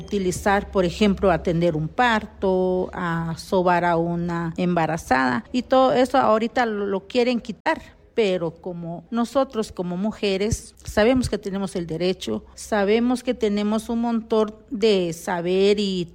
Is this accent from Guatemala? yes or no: yes; Alta Verapaz, Guatemala; first language Q'eqchi'; Spanish is a second language; soy de Alta Verapaz y mi idioma es Quechí.